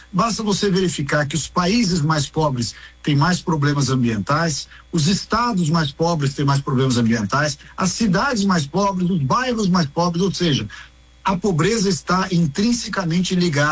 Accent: São Paulo, Brazil; E posso dizer, como paulista de verdade

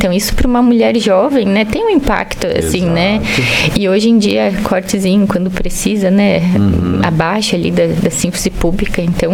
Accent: Marcelino Ramos, Rio Grande do Sul, Brazil; also born or lived in Joaçaba / Porto Alegre / Belo Horizonte; now in Videira, Brazil; eu sou natural de Marcelino Ramos, uma cidadezinha turística no Rio Grande do Sul.

